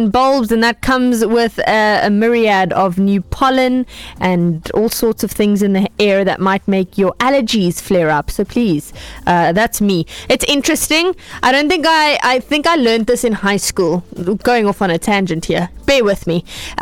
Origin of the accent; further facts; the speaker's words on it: Pretoria, Gauteng, South Africa; now in Cape Town, South Africa; I grew up in Pretoria for most of my life. I never had hay fever. I never had allergies.